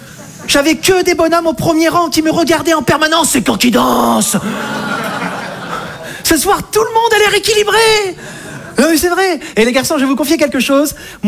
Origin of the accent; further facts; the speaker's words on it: Monbazillac, Nouvelle-Aquitaine, France; je viens de Montbazillac, dans le sud-ouest de la France